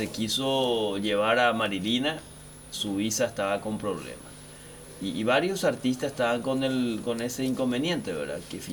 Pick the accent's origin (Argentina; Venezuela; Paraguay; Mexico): Paraguay